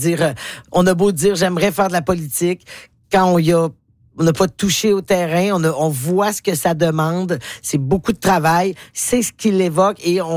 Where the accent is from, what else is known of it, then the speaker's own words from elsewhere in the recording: Quebec, Canada; Voilà, je suis de la Chaudière.